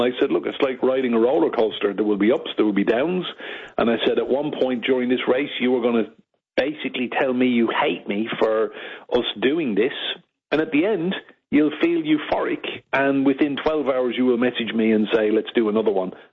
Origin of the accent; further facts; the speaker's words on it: Enniscorthy, Leinster, Ireland; my hometown, Enniscorthy in County Wexford.